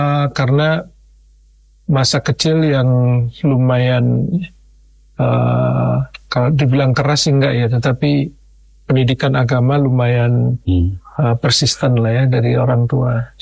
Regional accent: Madiun, East Java, Indonesia; also born or lived in Malang / Surabaya / Gresik; Kemudian kalau bapak saya dari Jawa asli. Kemudian saya lahir di kota Madiun di Jawa Timur dan kecil dan besar di kota Madiun. Ya, kami dibesarkan sebagai keluarga Nasrani.

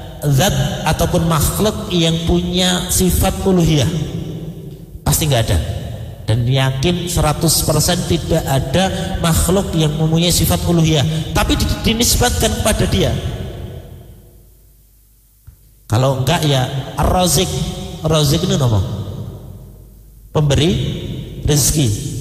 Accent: Central Java, Indonesia; kami kan orang Bekonang ya.

